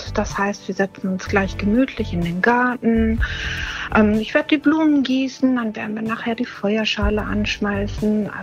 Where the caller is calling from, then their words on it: Bochum, North Rhine-Westphalia, Germany; Ich komme aus Bochum